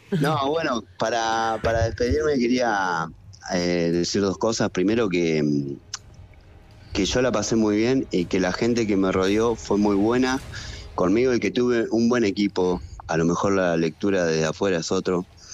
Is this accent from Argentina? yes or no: yes; Argentina; Entonces, y diferente, porque sí, soy argentino y tengo distinta, claro.